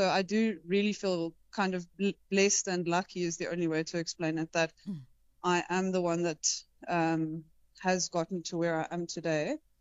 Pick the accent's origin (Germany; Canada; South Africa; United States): South Africa; I am a South African fashion designer